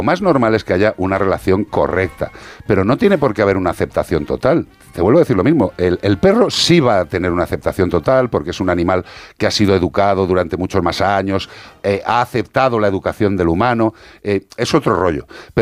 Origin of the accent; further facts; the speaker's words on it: Madrid, Community of Madrid, Spain; born there; yo nací, no, no, yo nací en Madrid.